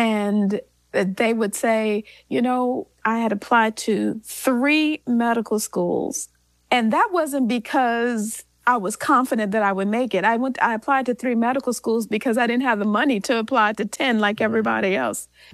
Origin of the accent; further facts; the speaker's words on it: Gary, Indiana, United States; We grew up in Gary, Indiana, with just not in the best situation. We grew up poor